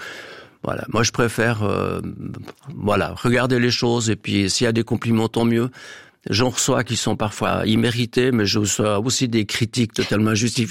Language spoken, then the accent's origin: French; Nyon, Vaud, Switzerland; also born or lived in Geneva; Alors moi, je suis un peu Vaudois, un peu Genevois, mais Genevois parce qu'on est proche de Genève. À Nyon, c'est ça, j'ai fait mes études à Genève, j'ai passé mon permis de conduire à Genève, j'ai fait du sport à Genève.